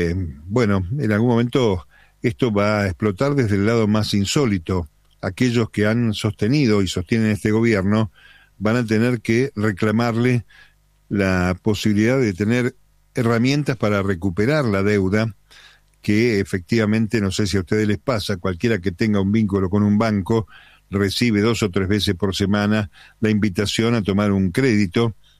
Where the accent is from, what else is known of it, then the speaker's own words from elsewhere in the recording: Argentina; Sos argentino